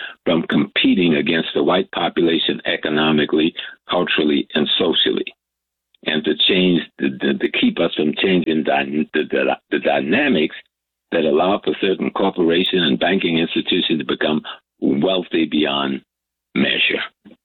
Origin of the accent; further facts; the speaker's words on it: the South, United States; I grew up in the South. I suffered from that terror.